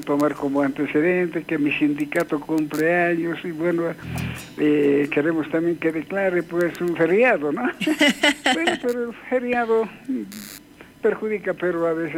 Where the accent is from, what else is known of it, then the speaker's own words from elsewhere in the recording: San Pedro de Buena Vista, Potosí, Bolivia; Ese es mi querido pueblo San Pedro de Buena Vista, de donde he nacido